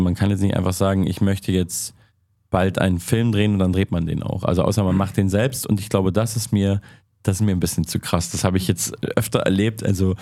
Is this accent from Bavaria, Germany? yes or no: yes; Munich, Bavaria, Germany; now in Berlin, Germany; ich bin ja nicht in Berlin aufgewachsen, sondern in München.